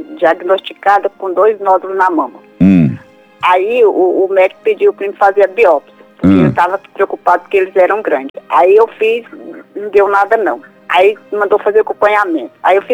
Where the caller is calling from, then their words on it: Jaupaci, Goiás, Brazil; Eu falo do interior de Goiás